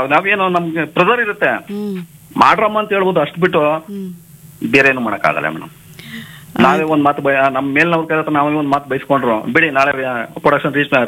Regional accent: Maddur, Karnataka, India; now in Bengaluru, India; ನಮ್ಮೂರು ಮಂಡ್ಯ ಜಿಲ್ಲೆ ಮದ್ದೂರು ತಾಲೂಕು. ಮದ್ದೂರು ತಾಲೂಕು ನಗರ ಕೆರೆ ಗ್ರಾಮ ನಮ್ದು.

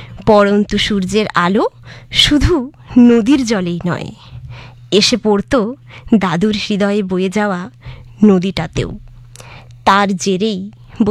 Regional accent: Kharagpur, West Bengal, India; আমি খড়গপুর পশ্চিম মেদিনীপুর থেকে এসেছি।

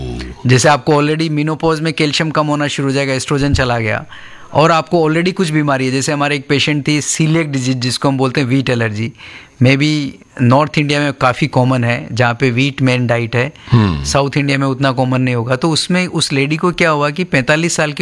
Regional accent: Rajasthan, India; moved away; मैं राजस्थान का रहने वाला हूँ और उदयपुर मेडिकल कॉलेज से मेरी अपनी पढ़ाई करी।

